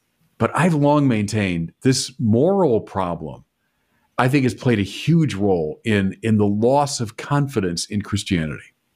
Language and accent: English; United States; I'm a proud American.